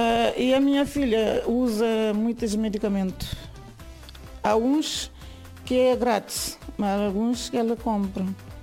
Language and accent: Portuguese; Cape Verde; moved away as an adult; now in Portugal; eu quando venho de Cabo Verde, venho para evacuar Cabo Verde.